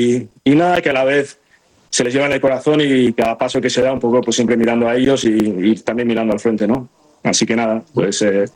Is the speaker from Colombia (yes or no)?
no; Basque Country, Spain; now in Boise, United States; En cuanto cualquier americano le dices que soy vasco, siempre te ayuda, incluso en una entrevista laboral o en cualquier, yo trabajo en arquitectura, cualquier cuestión con cualquier contratista, todo el mundo en Boise conoce pues bueno, el origen de los vascos